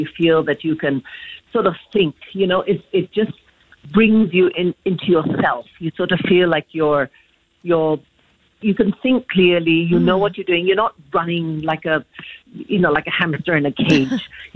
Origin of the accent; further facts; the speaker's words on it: Hong Kong; also born or lived in Singapore; now in Bali, Indonesia; growing up in Singapore and then in Hong Kong, living in Hong Kong, you have this huge variety of food. And suddenly coming to Bali